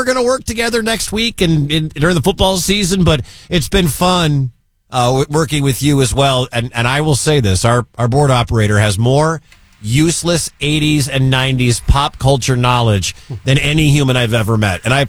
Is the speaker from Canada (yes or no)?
no; Detroit, Michigan, United States; I'm from Detroit. I grew up a Michigan fan.